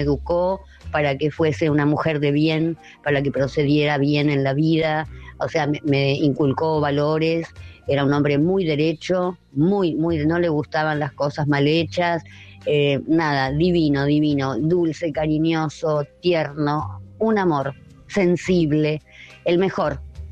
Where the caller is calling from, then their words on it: Barrio Norte, Argentina; Hola Luisa y toda la compartida del Te Escucho … de Barrio Norte.